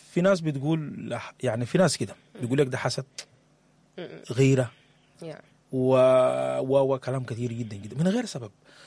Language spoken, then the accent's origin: Arabic; Sudan; غرس الكره بيناتنا كسودانيين